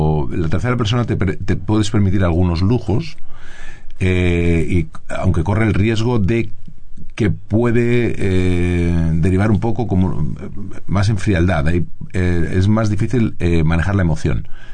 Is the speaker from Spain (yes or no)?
yes; Madrid, Community of Madrid, Spain; yo soy madrileño y un poco del mismo barrio que Antonio.